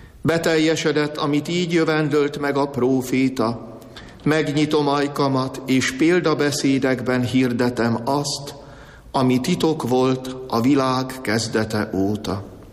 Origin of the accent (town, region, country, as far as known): Matúškovo, Trnava Region, Slovakia; born or raised there